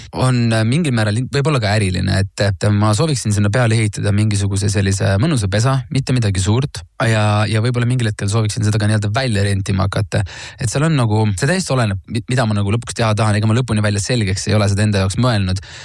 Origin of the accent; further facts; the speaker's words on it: Hiiu County, Estonia; ma olen Hiiumalt ise pärit